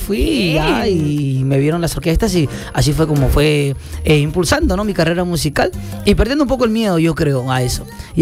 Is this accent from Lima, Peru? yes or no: yes; Lima, Peru; also born or lived in Breña, Lima; yo ahora, en este preciso momento, yo uh-huh vivo por Magdalena, pero bueno, yo soy de San Martín. He vivido en Breña también mucho tiempo. Y nada, yo me considero en sí de todos los barrios, de todos los barrios.